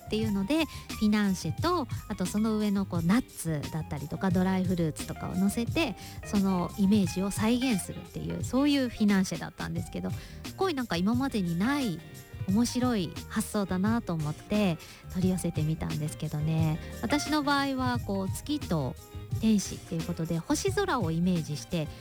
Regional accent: Kitakyushu, Fukuoka, Japan; あの我が北九州というね町はですね、私の地元なんですが

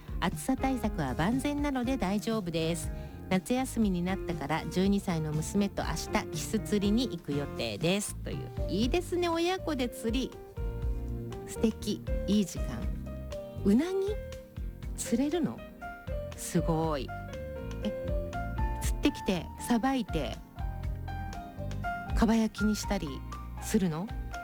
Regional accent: Shizuoka, Japan; 静岡育ちの私

